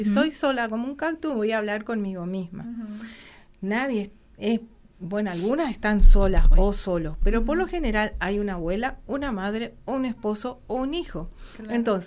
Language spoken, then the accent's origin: Spanish; Puerto Rico, Misiones, Argentina; nosotros uh-huh. que somos de Puerto Rico.